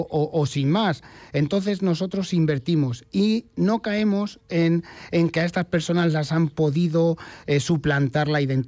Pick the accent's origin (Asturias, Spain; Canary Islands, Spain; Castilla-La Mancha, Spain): Castilla-La Mancha, Spain; como castellano manchegos que somos